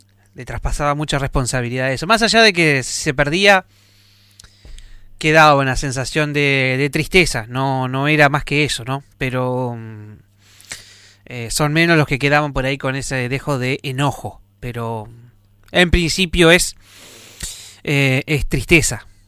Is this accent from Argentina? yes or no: yes; Argentina; como ciudadanos argentinos, estamos en una final